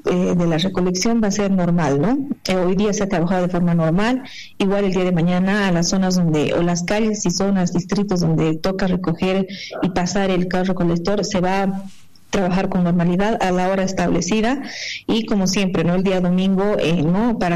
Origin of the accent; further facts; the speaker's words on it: Potosí, Bolivia; sabemos nosotros como potosinos que tenemos y como bolivianos la costumbre de, bueno, en agosto hacer las poas